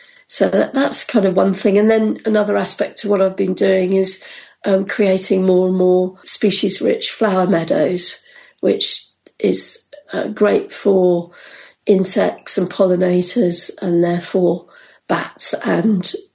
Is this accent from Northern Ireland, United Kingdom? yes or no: no; London, United Kingdom; a kid growing up in London